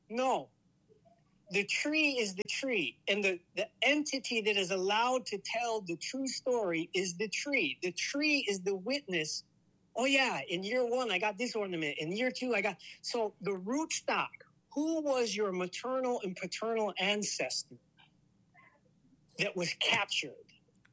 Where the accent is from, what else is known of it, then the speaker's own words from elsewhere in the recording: United States; collectively, as African American people, we've been living with that pain.